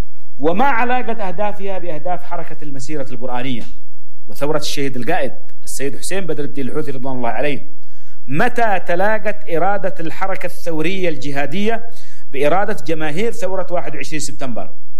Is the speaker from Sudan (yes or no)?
no; Yemen; ونحتاج للبحث فيها كيمنيين